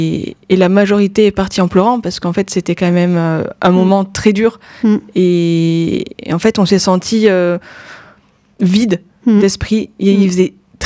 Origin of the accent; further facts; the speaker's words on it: Germany; Et comme moi, je viens d'Allemagne énormément, j'ai vécu en Allemagne, j'ai déjà eu beaucoup d'éducation sur ces sujets-là